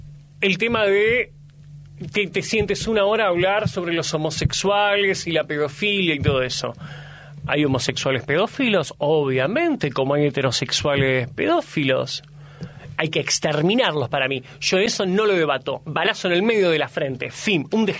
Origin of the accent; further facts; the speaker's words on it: Argentina; ¿Acá somos todos argentinos?